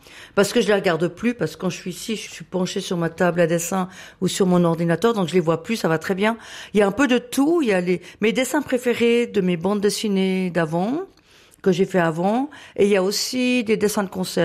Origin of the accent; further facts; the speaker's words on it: Saint-Maurice, Valais, Switzerland; Moi, mon décalage m'a sauvé la vie, m'a déformaté, je viens du Valais.